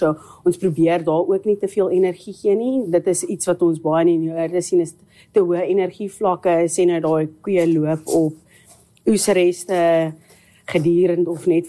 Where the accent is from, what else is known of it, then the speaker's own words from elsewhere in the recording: Pretoria, Gauteng, South Africa; Nee, so Karen, ek kom van Pretoria af. Ek is gebore en getoe daar, al my universiteitsloopbaan, alles het ek daar gedoen.